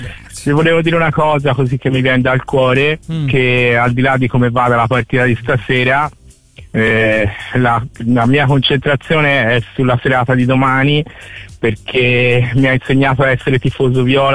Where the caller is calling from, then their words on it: Florence, Tuscany, Italy; siamo fiorentini